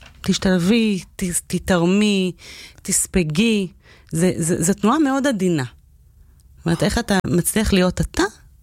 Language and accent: Hebrew; Jerusalem, Jerusalem District, Israel; אני גדלתי בבית וגן בירושלים, במשפחה עם 7 ילדים להורים אירופאים. אז היינו קצת אאוטסיידרים שנכנסנו לתוך, כאילו, אמא שלי אנגליה